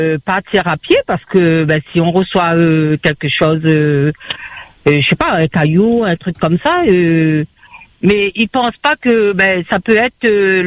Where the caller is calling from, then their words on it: Saint-Benoît, Réunion; moi je suis à Saint-Benoît, au niveau de la Bois-Donnée.